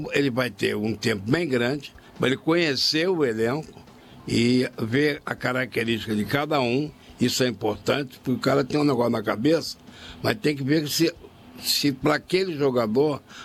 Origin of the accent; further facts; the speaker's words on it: Rio de Janeiro, Brazil; nós somos do Rio